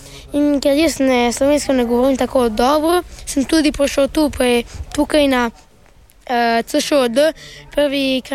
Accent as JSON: {"language": "Slovenian", "country": "Belgium", "also_born_or_lived": "Postojna, Slovenia", "said": "Ja, jaz prihajam iz Belgije, pač moj oče je iz Italije, moja mama je iz Hrvaške in Slovenije. In jaz sem se rodil v Postojni v Sloveniji."}